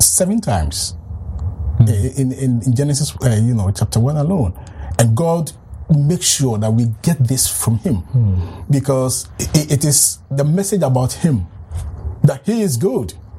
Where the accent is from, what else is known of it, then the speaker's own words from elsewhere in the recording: Ghana; first language Asante Twi; English is a second language; And I'm a native of Ghana in West Africa. My mother tongue is Asante Tree.